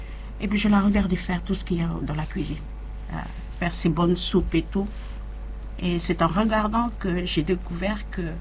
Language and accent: French; Vao, Malampa, Vanuatu; now in Port Vila, Vanuatu; Et donc, nous avons vécu à Vao, et puis à un moment donné, nous sommes arrivés ici sur Villa en 1980.